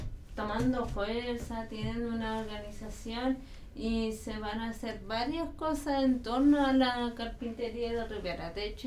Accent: Biobío, Chile; porque cuando yo llegué acá, yo vengo del Biobío

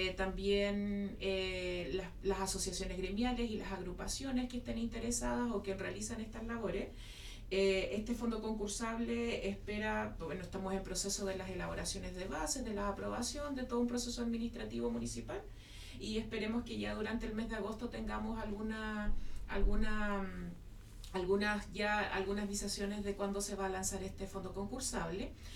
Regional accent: Futrono, Los Ríos, Chile; soy ingeniera forestal. Vengo de la región de Los Ríos, comuna de Futrono en este caso, a desempeñarme acá en la comuna de Huaitecas

